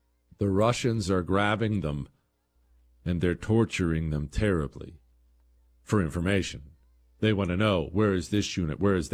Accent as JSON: {"language": "English", "region": "Montana", "country": "United States", "tie": "born or raised there", "said": "Told you these stories before, growing up in Montana."}